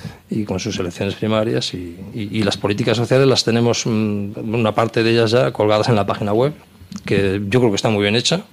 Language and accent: Spanish; Navarre, Spain; yo soy navarro, vasco-navarro, y cuando hablo con la gente de por allá